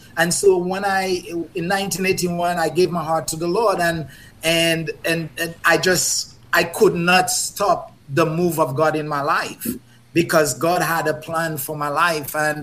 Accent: Dominica; now in United States; Growing up in Dominica

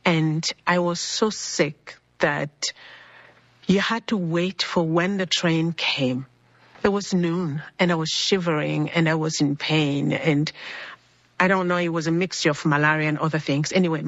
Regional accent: Brazzaville, Republic of the Congo; I was born and raised in Congo Brazzaville.

